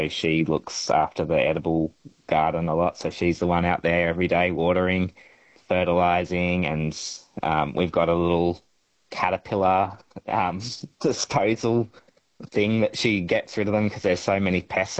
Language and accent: English; Canberra, Australian Capital Territory, Australia; moved away; also born or lived in Kalgoorlie; I'm originally from Canberra, so very different climatic conditions to Canberra.